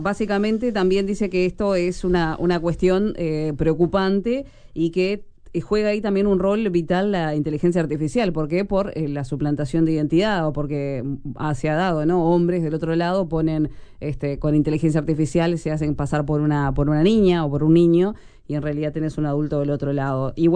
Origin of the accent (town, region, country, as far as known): Montevideo, Uruguay